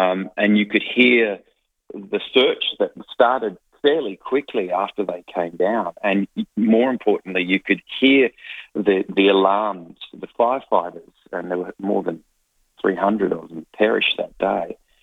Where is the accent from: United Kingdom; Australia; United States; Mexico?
Australia; Bendigo, Victoria; I was petrified. I didn't know. I'm a boy from Bendigo.